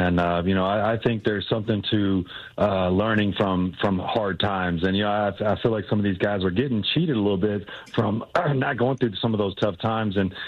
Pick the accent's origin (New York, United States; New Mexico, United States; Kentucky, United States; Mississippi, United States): Kentucky, United States; Louisville; Well, actually, I'm from Louisville, Kentucky